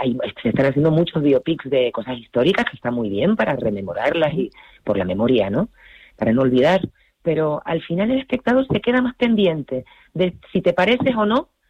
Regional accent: Las Palmas de Gran Canaria, Canary Islands, Spain; yo soy de Gran Canaria, yo soy de Las Palmas.

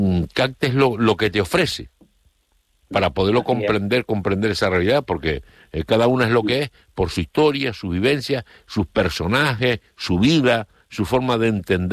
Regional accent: Canary Islands, Spain

